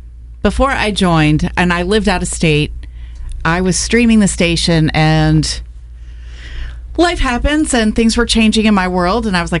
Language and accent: English; Cuyahoga Falls, Ohio, United States; when I was growing up in Cuyahoga Falls